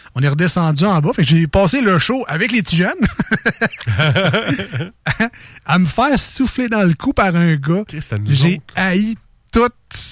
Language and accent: French; Quebec City, Quebec, Canada; je viens pas de Drummondville, je viens pas de Victo, je suis Québec.